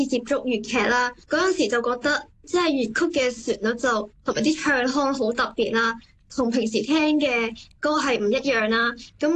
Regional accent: Hong Kong; 我嚟自香港，

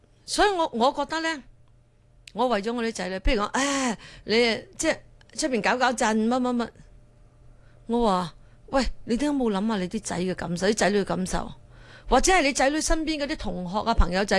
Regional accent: Malaysia; also born or lived in Singapore; 我喺馬拉長大噶嘛，跟住喺新加坡嗰啲，

